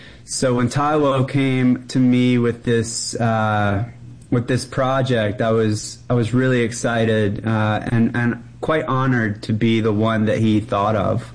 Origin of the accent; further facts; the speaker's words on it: Jackson, Mississippi, United States; Yeah, I grew up in Jackson, and my father is in video and film, and so I had the privilege as a kid to see Bobby play